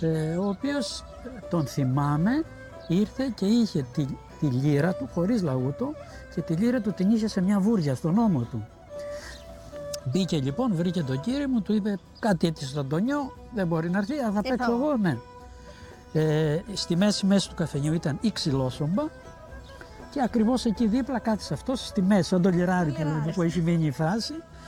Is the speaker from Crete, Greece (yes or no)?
yes; Crete, Greece; όπως αγαπώ εγώ το χωριό μου, φαντάζομαι ότι και ο κάθε κριτικός αγαπά το δικό του το χωριό και κατ' επέκταση μετά πρέπει να αγαπάμε και ολόκληρη την Κρήτη.